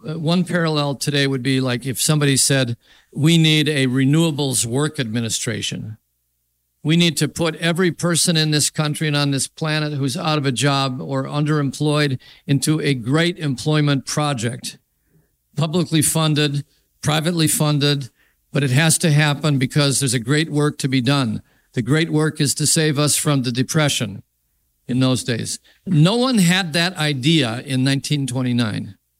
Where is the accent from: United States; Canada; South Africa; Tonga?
United States; Royal Oak, Michigan; my hometown of Royal Oak or Hamtramck.